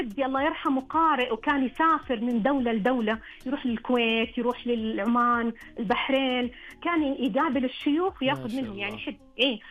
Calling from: southern Saudi Arabia, Saudi Arabia; أنا جنوبية

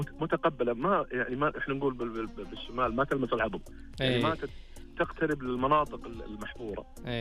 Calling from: Ha'il, Ha'il Province, Saudi Arabia

